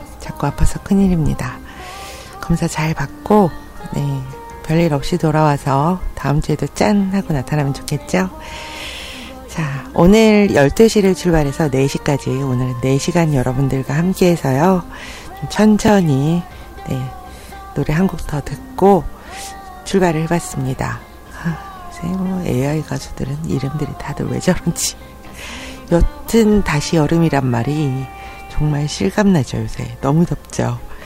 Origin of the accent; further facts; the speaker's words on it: Seoul, South Korea; 관악산 그 앞에서 저는 거의 그 근처에서 태어나서 맨날 보고 자라갖고 좋네요. 도봉산도 올라가 본 적 있고 서울에 사는